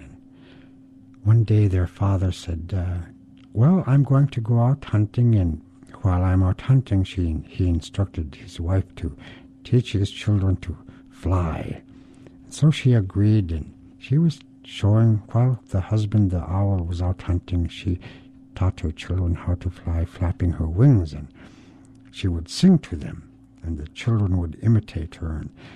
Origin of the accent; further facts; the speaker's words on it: Alaska, United States; I'm a Yupik from Southwest Alaska, and I'm going to tell you a story.